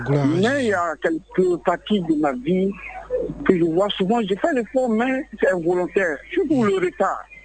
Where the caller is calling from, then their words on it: Aboboté, Abidjan, Côte d’Ivoire; Ça va. Je suis appelé d'Aboboté.